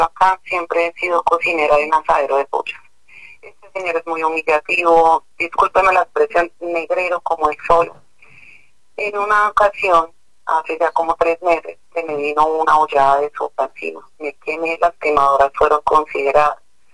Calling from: Cajicá, Cundinamarca, Colombia; Yo estoy llamando de acá, de Cajica, Cundinamarca.

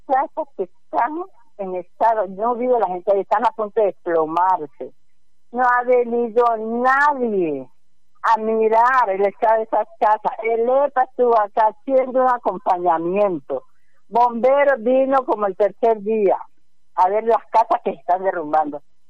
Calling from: Buenaventura, Valle del Cauca, Colombia; Soy integrante de la Junta de Acción Comunal del barrio de la Cima.

